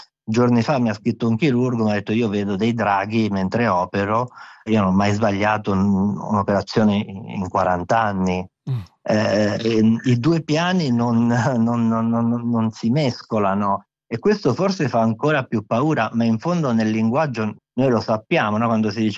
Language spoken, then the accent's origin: Italian; Abruzzo, Italy; first language Abruzzese dialect; Italian is a second language; moved away as an adult; also born or lived in Milan; io vengo da una famiglia di contadini abruzzesi, fino a 20 anni non parlavo italiano, ma solo dialetto abruzzese, quindi per me l'italiano è davvero un'altra lingua.